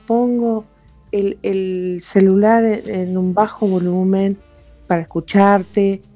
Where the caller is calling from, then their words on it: Quilmes, Buenos Aires Province, Argentina; de Quilmes.